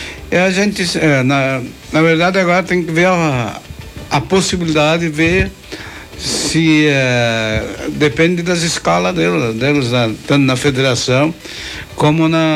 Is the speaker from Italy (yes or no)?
no; Arroio do Meio, Rio Grande do Sul, Brazil; born there; mesmo sendo arroiomense, nascido em Arroio do Meio